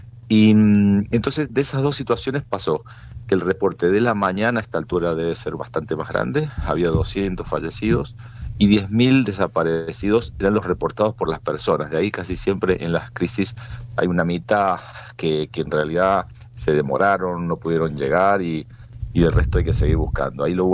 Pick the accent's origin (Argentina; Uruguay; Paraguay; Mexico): Argentina; Mendoza; now in Caracas, Venezuela; yo que soy originario de Mendoza